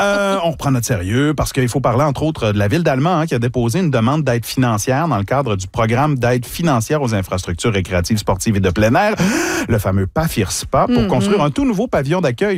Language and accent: French; Saguenay, Quebec, Canada; C'est là que tu viens de Montréal et que nous, on a grandi au Saguenay.